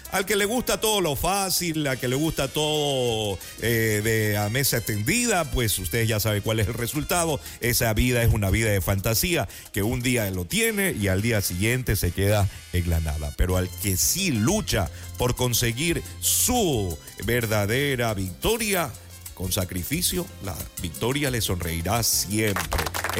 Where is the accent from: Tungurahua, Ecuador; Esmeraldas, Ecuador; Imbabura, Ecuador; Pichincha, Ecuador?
Esmeraldas, Ecuador; Quinindé; moved away; also born or lived in Santo Domingo; Pacho, que es de mi tierra, de Quinindé.